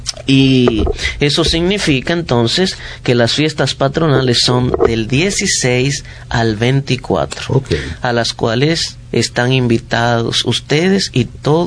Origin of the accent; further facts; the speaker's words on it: Palmarito, La Vega, Dominican Republic; vicario de la parroquia del Beato Bonó de Palmarito, La Vega, de donde yo soy.